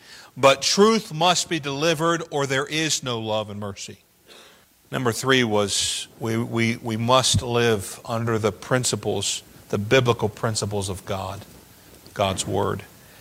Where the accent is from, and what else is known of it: United States